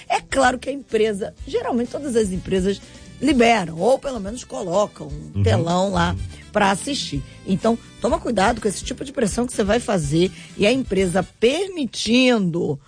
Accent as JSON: {"language": "Portuguese", "country": "Brazil", "said": "porque a gente é brasileiro"}